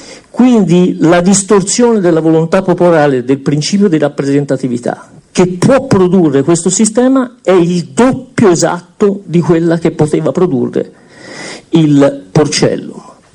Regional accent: Tuscany, Italy; io sono toscano

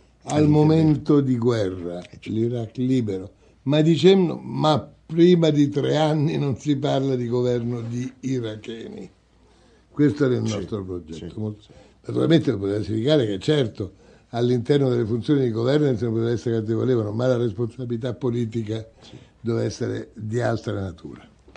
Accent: Abruzzo, Italy; now in Rome, Italy; io sono abruzzese, regno di Napoli e non stato pontificio

